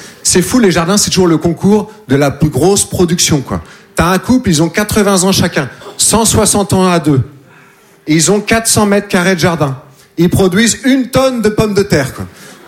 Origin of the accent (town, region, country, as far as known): Nouvelle-Aquitaine, France